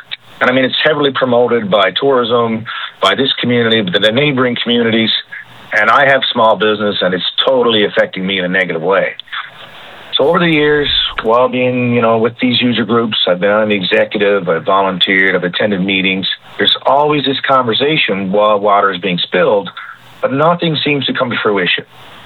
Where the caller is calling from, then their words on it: Howley, Newfoundland and Labrador, Canada; I'm calling from Howley